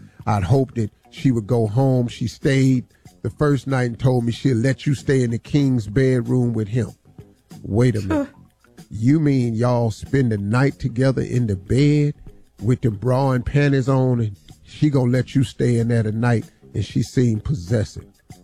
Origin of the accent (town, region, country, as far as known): Welch, West Virginia, United States; born or raised there